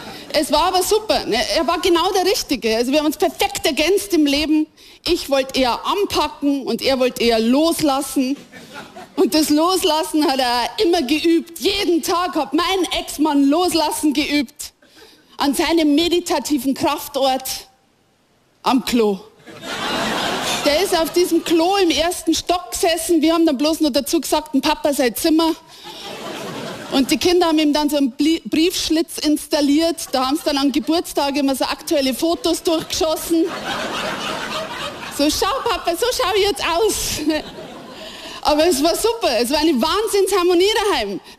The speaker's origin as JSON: {"language": "German", "town": "Regensburg", "region": "Bavaria", "country": "Germany", "said": "In Regensburg, wo ich herkomme, da ist einfach 8 Monate im Jahr neblig in dem Donautal"}